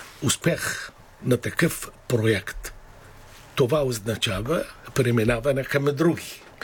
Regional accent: Iraq; Bulgarian is a second language; Като иракчанин.

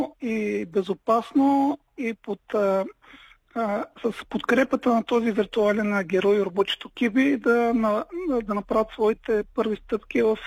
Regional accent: Slashten, Blagoevgrad Province, Bulgaria; moved away; в роден край, в начало в родното ми село Слащен

